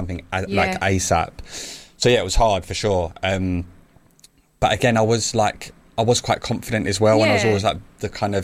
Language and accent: English; Thamesmead, London, United Kingdom; So I grew up in Thamesmead.